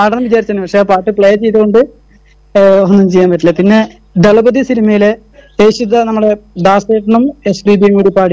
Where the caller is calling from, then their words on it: Kerala, India; ഞാൻ പൊൻപറമ്പ്.